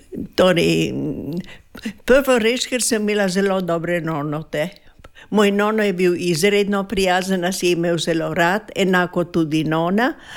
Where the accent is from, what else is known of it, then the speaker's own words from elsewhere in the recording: Boršt, Friuli-Venezia Giulia, Italy; now in Milje, Italy; Jaz sem doma iz Boršta. Jaz sem Boštanka in Boršt imam še zmeraj zelo rada, čeprav sem tukaj že dosti let.